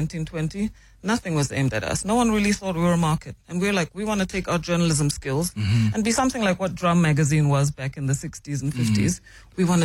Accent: England, United Kingdom; born there; also born or lived in Sudan; So I was born in the UK whilst they were living in Sudan. So I went to England to give birth to me. And of course, my family was there, and we had a home there. And then, So I was born in England.

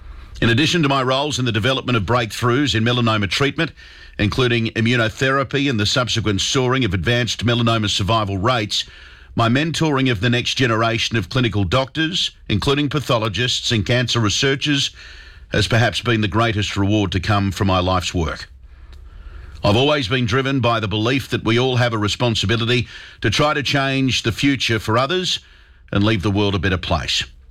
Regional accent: Tasmania, Australia; and of course my hometown Tasmanians, you've laughed with me, cried with me

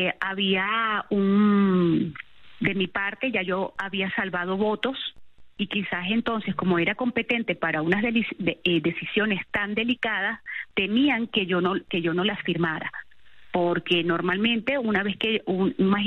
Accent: Venezuela; quienes realmente estamos en el medio somos los venezolanos

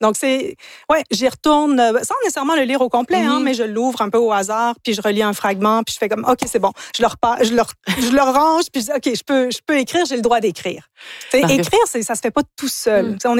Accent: Ontario, Canada; first language English; also born or lived in United States / England

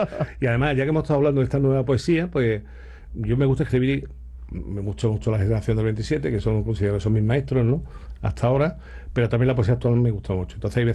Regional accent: Ronda, Andalusia, Spain; ¿Sí? Estoy muy orgulloso de mi pueblo. Entonces … para que pueda identificarme.

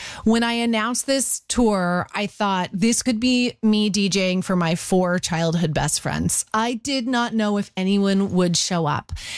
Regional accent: Canada; we're all Canadian women who kind of grew up in the same era.

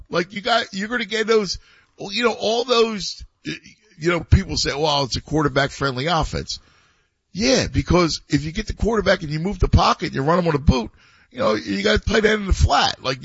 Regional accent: Philadelphia, Pennsylvania, United States; I mean, obviously I'm from Philadelphia, but, the Eagles defense is like really good.

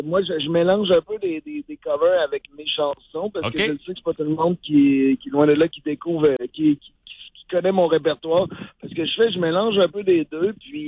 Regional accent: Quebec City, Quebec, Canada; Moi, je viens de Québec, là.

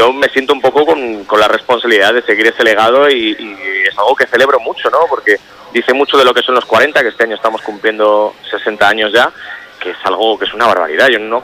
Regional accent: Castile and León, Spain; Pues mira, lo importante es alimentarse con botillo del Bierzo, de mi tierra, que es importante, ¿no?

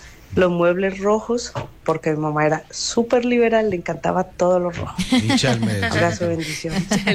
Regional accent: Antioquia, Colombia; now in Chile; Desde Chile, yo soy paisa.

